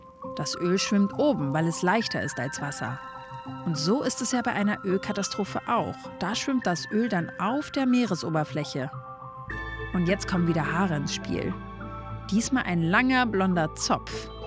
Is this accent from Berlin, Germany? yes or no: yes; Berlin, Germany; Normalerweise mache ich das ja in meiner Heimatstadt Berlin.